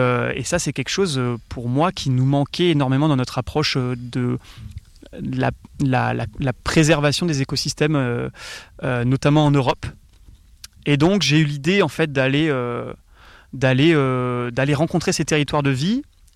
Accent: Valvignères, Auvergne-Rhône-Alpes, France; Donc moi j'ai grandi en Ardèche, à Valvinière

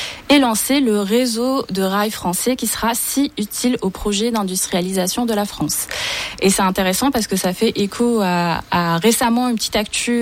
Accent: Algeria; ne serait-ce que je suis algérienne, on a été bercé par cette histoire depuis qu'on est tout petit.

